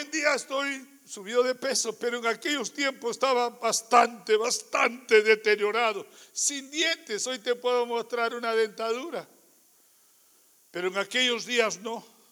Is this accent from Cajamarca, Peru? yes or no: no; Lima, Peru; las calles de Lima, Perú, de donde vengo.